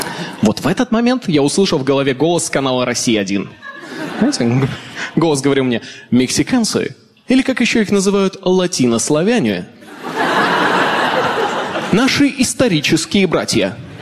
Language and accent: Russian; Kazakhstan; also born or lived in Canada; Откуда вы? Я говорю, Казахстан.